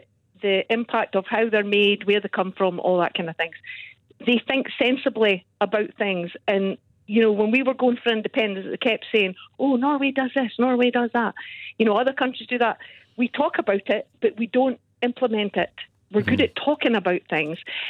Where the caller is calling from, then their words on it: Aberdeen, Scotland, United Kingdom; I'm in Aberdeen. I see it. I see families.